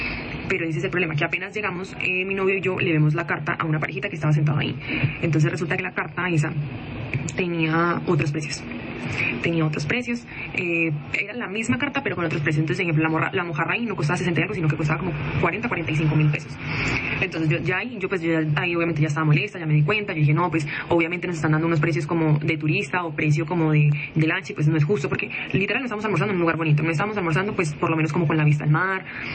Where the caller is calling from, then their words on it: Colombia; siendo también colombianos